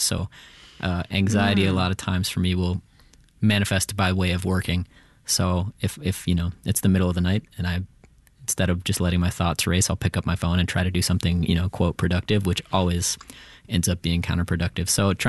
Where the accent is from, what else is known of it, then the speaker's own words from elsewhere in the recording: the South, United States; born there; also born or lived in Tennessee / Florida; So I know I keep talking about growing up in the South, but so I split time between Tennessee and Florida. My mom was in Florida.